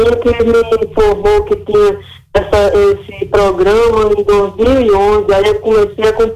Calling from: Natal, Rio Grande do Norte, Brazil; De Natal, Rio Grande do Norte.

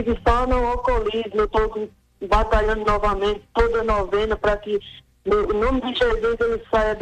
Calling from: Natal, Rio Grande do Norte, Brazil; De Natal, Rio Grande do Norte.

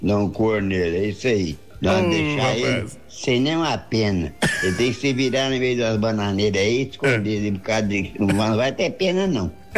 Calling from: Coronel Fabriciano, Minas Gerais, Brazil; aqui de Coronel Fabriciano

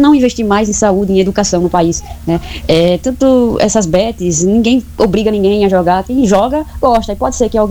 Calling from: Campo do Brito, Sergipe, Brazil; sou da cidade de Campo do Brito.

